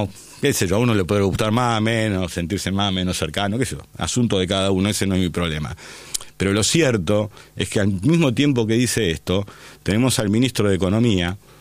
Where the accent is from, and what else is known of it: Argentina